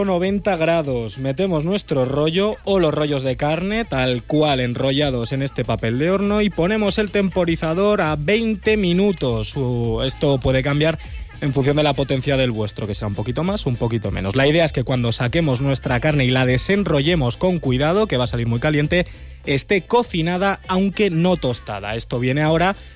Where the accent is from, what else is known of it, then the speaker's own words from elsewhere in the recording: Spain; Soy español, pero tengo que...